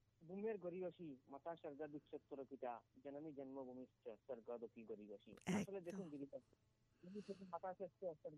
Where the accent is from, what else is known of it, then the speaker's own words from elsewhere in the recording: India; born there; আজকে আমি ভারতবর্ষে জন্মগ্রহণ করেছি